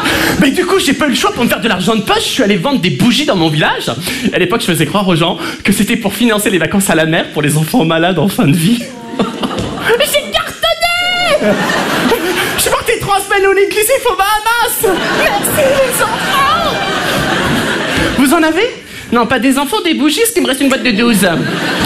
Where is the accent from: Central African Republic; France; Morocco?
France; Hauts-de-France; Vous savez que chez moi dans le Nord c'est une tradition, hein?